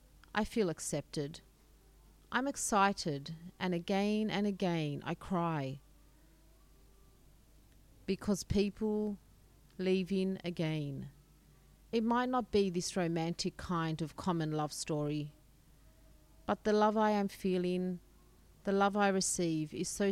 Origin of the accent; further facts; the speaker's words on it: Germany; I was never, as I grew up in Germany, and as I am, not white enough. I'll never be accepted as German, actually.